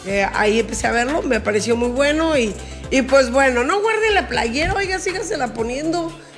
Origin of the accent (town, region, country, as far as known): Mexico